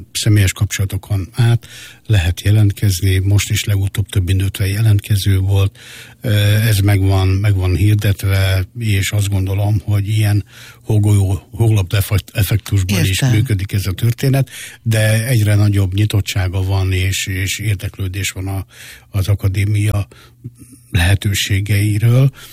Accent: Hungary; magyarok és cigányok vagyunk egyaránt. Annyira vagyunk cigányok, mint amennyire magyarok, és annyira magyarok, amennyire cigányok.

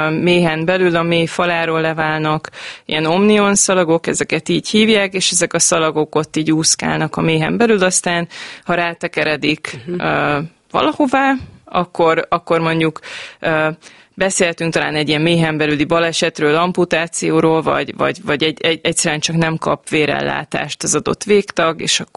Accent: Gyöngyös, Heves, Hungary; Gyerekkoromban pedig én amúgy gyöngyösi származású vagyok

